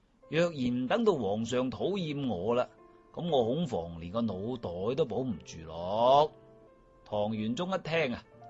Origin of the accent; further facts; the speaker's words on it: China; 我发现我哋中国人自古以嚟咧